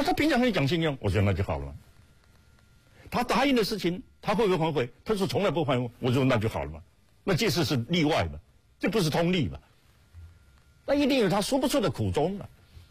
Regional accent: China; 这样各位才知道为什么我们中国人他讲外圆内方

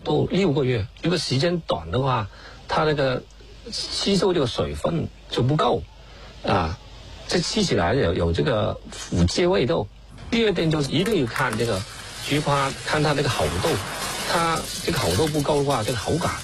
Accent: Zhongshan, Guangdong, China; born there

